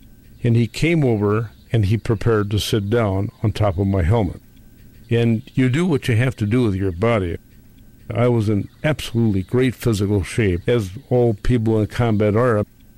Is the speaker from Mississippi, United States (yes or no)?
no; Wisconsin, United States